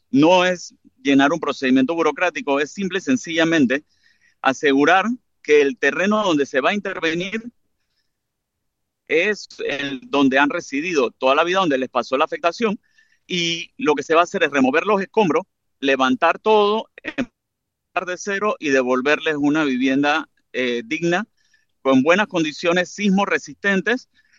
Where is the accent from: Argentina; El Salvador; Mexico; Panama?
Panama; lo hablo como ingeniero, como panameño